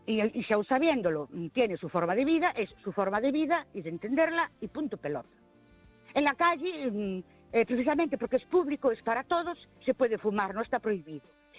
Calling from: Ourense, Galicia, Spain; de Ourense.

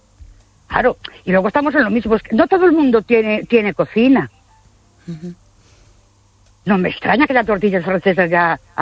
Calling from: Ourense, Galicia, Spain; de Orense

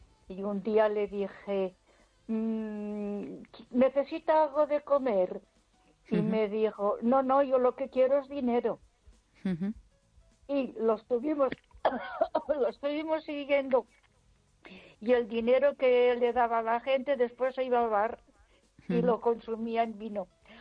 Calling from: Ponferrada, Castile and León, Spain; de Ponferrada.

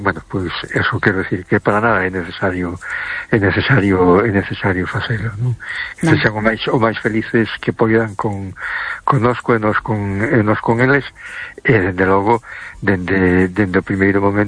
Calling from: A Coruña, Galicia, Spain; de Coruña.

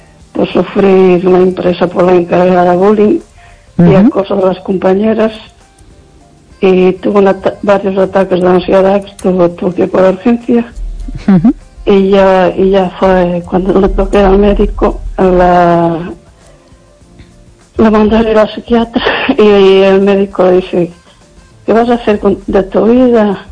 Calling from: Lugo, Galicia, Spain; Buenas noches

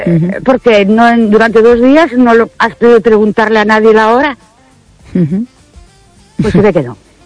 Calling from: Ourense, Galicia, Spain; Buenas noches … de Ourense.

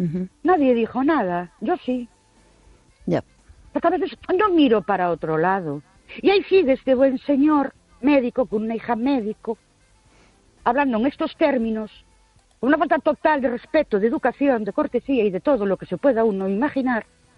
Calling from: Ourense, Galicia, Spain; Buenas noches … de Orense otra vez.

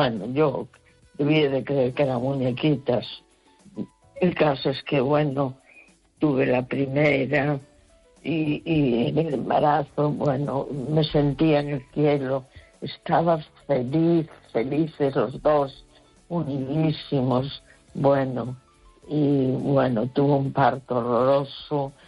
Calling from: A Coruña, Galicia, Spain; de La Coruña.

